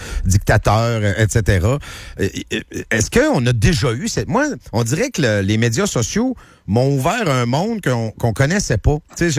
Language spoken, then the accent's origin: French; Quebec, Canada; Moi, je viens du début des années 80, donc l'air très PQ, très nationaliste, très nous sommes Québécois